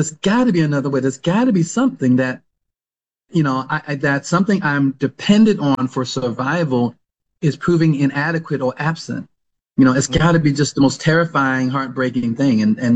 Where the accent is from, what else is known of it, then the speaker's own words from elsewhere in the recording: United States; especially, you know, growing up in the West, growing up in the United States